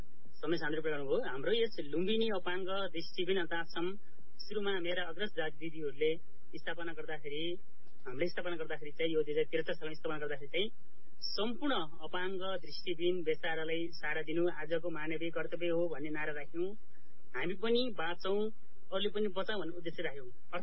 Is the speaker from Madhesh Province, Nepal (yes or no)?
no; Rolpa District, Lumbini Province, Nepal; born there; now in Tilottama, Nepal; रोल्पा जिल्लाको लुङ्गरी गाउँपालिका ward number 1 पाङ भन्ने ठाउँमा 2054 जन्मभएको मेरो